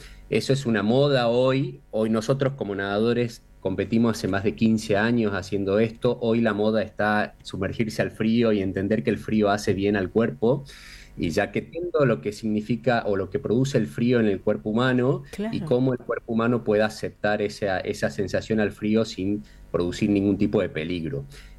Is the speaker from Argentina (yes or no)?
yes; Argentina; en nuestro país, en Argentina, en la Patagonia